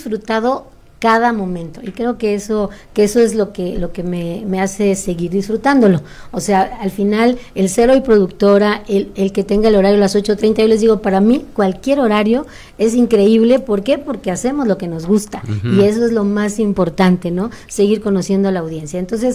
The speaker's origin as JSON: {"language": "Spanish", "region": "Campeche", "country": "Mexico", "said": "yo soy de Campeche, no era de Ciudad de México, entonces no conocía mucho"}